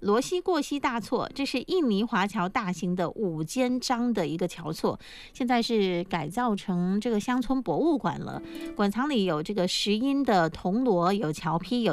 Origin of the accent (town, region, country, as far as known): Quanzhou, Fujian, China